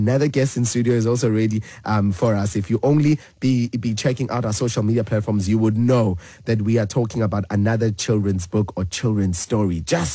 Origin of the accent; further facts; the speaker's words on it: South Africa; I think growing up in Ekasi, where most kids don't have father figures, also made me feel normal.